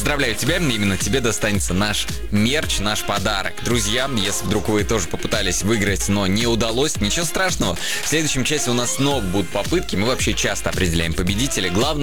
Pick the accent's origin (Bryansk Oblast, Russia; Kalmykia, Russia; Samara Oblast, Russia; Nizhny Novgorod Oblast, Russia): Samara Oblast, Russia; Samara; я из Самары.